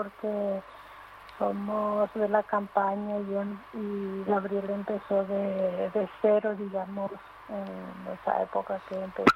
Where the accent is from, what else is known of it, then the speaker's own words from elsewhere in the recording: Paraguay; Soy de Huereco. Tengo 4 años.